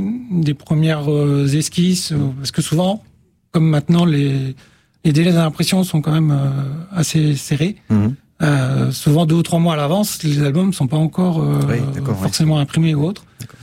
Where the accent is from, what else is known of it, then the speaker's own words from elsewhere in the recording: Occitanie, France; moved away; je ne suis pas originaire de la région. Je suis originaire du PO